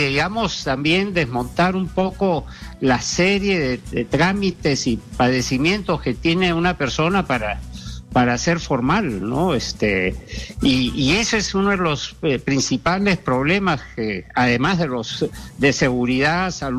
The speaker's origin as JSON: {"language": "Spanish", "country": "Peru", "said": "todos somos peruanos"}